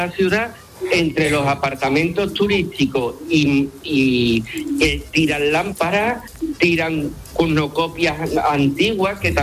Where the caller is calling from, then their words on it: Seville, Andalusia, Spain; soy un cofrade sevillano